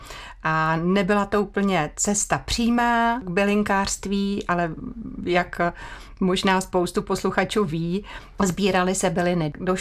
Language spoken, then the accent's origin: Czech; Paseky nad Jizerou, Liberec Region, Czechia; born there; now in Prague, Czechia; A no, začnu tím, že jsem se narodila v Pasekách. To je rozmezí Jizerských hor a Krkonoš. Jsem opravdu křtěná Jizerou.